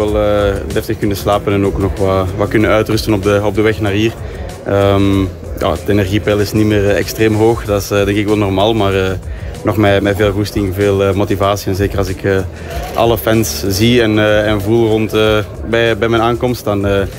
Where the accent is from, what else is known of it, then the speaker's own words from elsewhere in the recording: Aalst, Flanders, Belgium; born there; Ja, kijk er wel echt naar uit om hier in mijn geboortestad nog eens te kunnen koersen.